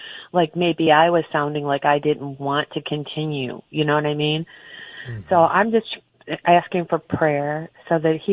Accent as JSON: {"language": "English", "region": "Michigan", "country": "United States", "said": "I'm from Michigan."}